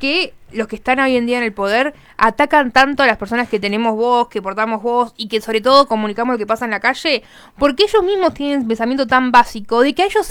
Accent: Argentina

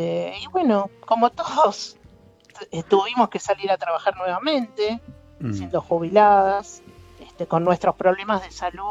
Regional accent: Argentina; porque nosotros somos argentinos que la luchamos como todos

